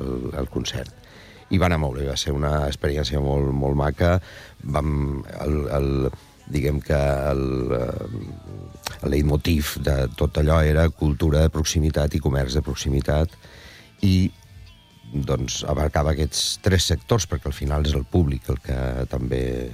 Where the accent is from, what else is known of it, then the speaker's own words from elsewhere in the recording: Alcoy, Valencian Community, Spain; del meu poble, d'Alcoi